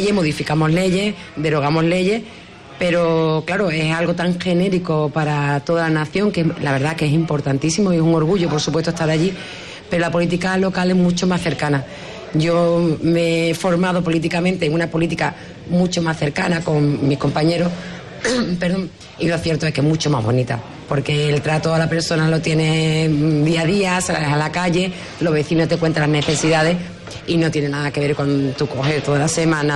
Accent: Lepe, Andalusia, Spain; yo soy muy lepera, soy muy de mi tierra, soy muy de Huelva, muy de andaluza.

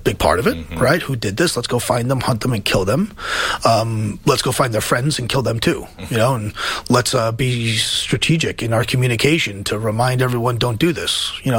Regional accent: Queens, New York, United States; I was, you know, I'm a New Yorker, I'm from Queens, and, you know, if 9/11 touches New Yorkers in particular

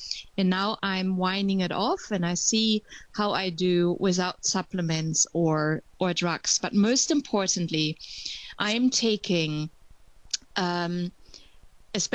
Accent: Germany; now in Netherlands; I am originally German, but I'm calling in from the Netherlands at the moment.

